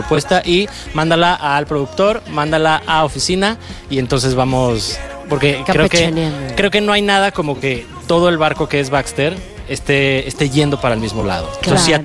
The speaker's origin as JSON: {"language": "Spanish", "region": "Querétaro", "country": "Mexico", "said": "soy de Querétaro, okay."}